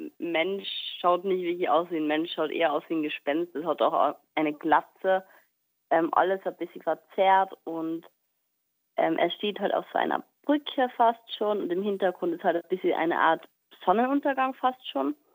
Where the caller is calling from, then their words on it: Innsbruck, Tyrol, Austria; Von Innsbruck.